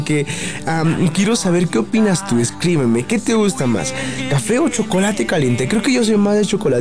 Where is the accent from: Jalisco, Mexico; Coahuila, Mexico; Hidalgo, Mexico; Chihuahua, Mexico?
Hidalgo, Mexico; Tenango de Doria; born there; viene del pueblo donde yo nací, que es Tenango de Dora y Hidalgo.